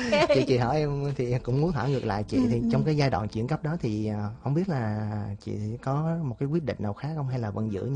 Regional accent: Nha Trang, Khanh Hoa, Vietnam; Quê của em ở Nha Trang đó chị.

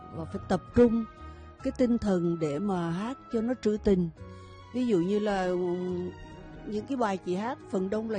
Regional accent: Huế, Thừa Thiên Huế, Vietnam; born there; Tại vì chị sinh ra ở Huế nhưng chị rất ít ở Huế, chỉ ở các tỉnh khác chứ không phải ở Huế.

